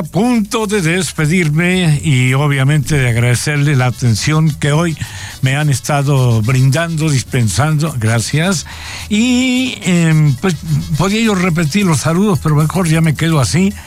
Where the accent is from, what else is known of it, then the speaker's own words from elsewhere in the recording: Naolinco, Veracruz, Mexico; a mis paisanos en mi tierra en Naolinco